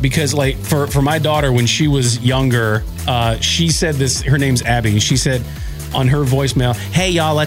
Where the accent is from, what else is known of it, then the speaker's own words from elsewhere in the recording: Ohio, United States; We're from Ohio, we're not from Georgia.